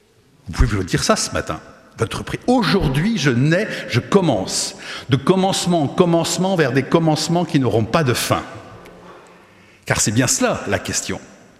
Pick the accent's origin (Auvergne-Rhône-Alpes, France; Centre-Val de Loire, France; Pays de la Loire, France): Pays de la Loire, France; Nantes